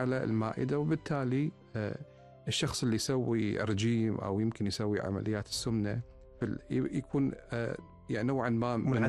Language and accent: Arabic; Kuwait; قلت له من الكويت.